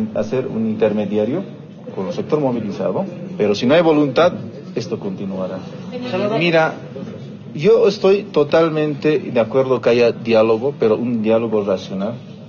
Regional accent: Bolivia; porque todos somos bolivianos y tenemos que tratarnos.

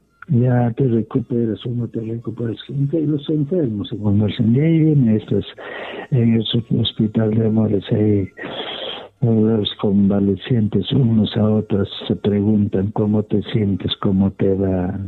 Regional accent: Cusco, Peru; nosotros somos los de Cusco, hinchas del Cienciano

